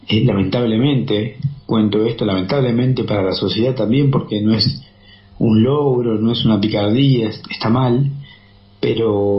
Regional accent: Lomas de Zamora, Buenos Aires Province, Argentina; born there; now in General Roca, Argentina; estoy viviendo en la ciudad de General Roca, que es el Alto Valle de Río Negro. Ajá. Pero yo nací en Lomas de Zamora, yo nací entre Fiorito y Villa Albertina, que era Villa de Miseria en ese tiempo

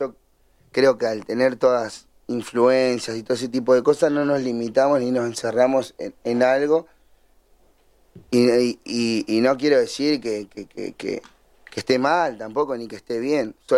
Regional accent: Don Torcuato, Buenos Aires Province, Argentina; Somos de Don Torcuato

